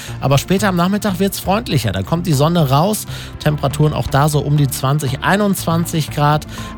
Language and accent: German; Anzhausen, North Rhine-Westphalia, Germany; Also ich bin am Sportplatz in Anshausen noch groß geworden. Das ist ein Platz meiner Kindheit gewesen.